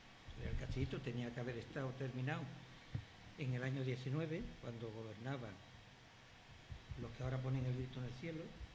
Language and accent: Spanish; Sanlúcar, Andalusia, Spain; Yo por encima de todo, siempre lo digo, lo que quiero es a mi pueblo. Esto es una opinión ya privada. A mi pueblo. Y todo lo que se haga por mi pueblo me parece fenomenal siempre que se haga bien.